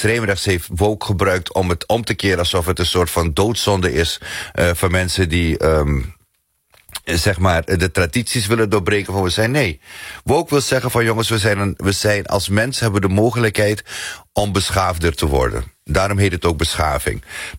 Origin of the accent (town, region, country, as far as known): Netherlands